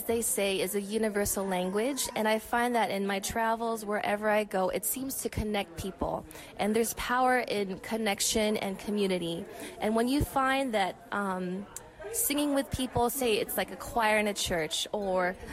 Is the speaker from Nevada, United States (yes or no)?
yes; Las Vegas, Nevada, United States; born there; It's my real name. I didn't make it up. I think my mom gave it to me because I was born in Vegas.